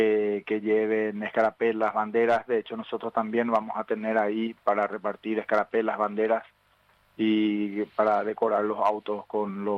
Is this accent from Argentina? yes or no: no; Paraguay; como paraguayos nosotros orgullosos